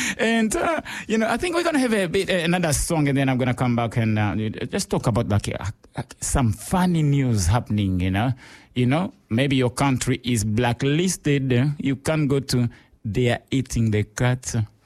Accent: DR Congo; moved away; I grew up in Zaire, current DRC, Democratic Republic of Congo.

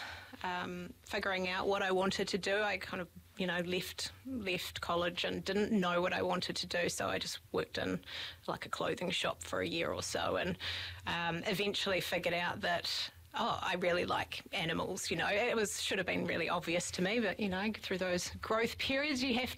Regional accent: Upper Hutt, Wellington, New Zealand; now in Hawke's Bay, New Zealand; Yeah, well, I was born and raised in Upper Hutt.

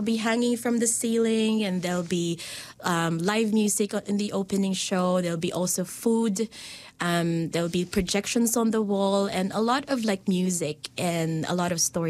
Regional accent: Philippines; now in Dunedin, New Zealand; make sense of our being Filipino here in New Zealand

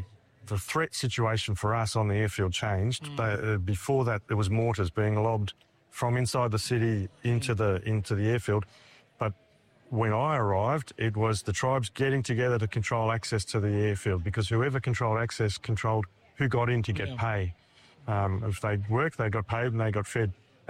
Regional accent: Australia; I'm Australian.

